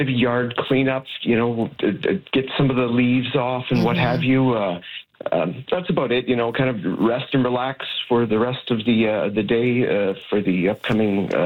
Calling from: Edmonton, Alberta, Canada; I'm calling from Edmonton.

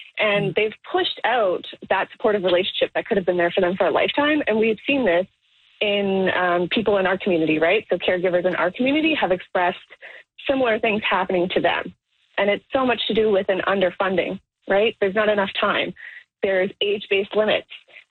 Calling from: Toronto, Ontario, Canada

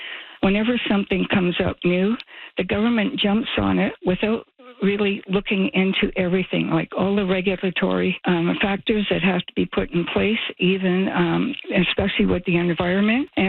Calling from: Toronto, Ontario, Canada; here in Toronto

